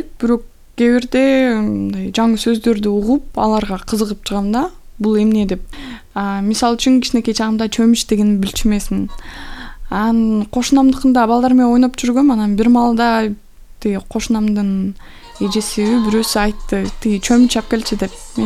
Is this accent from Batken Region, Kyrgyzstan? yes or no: no; Tamga, Issyk-Kul Region, Kyrgyzstan; Тамга менин балалыгым өткөн жүрөгүмдө жакын жер. Мен үчүн бул жөн гана айыл эмес, мен кичинекей мекеним болуп эсептелет.